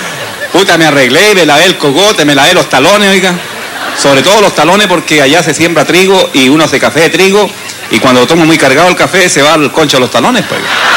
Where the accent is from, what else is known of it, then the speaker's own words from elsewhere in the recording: Chile; La guaracha, amigos, aunque no siendo chilena, llegó con las vitrolas a Chile y en mi tierra la cantábamos así.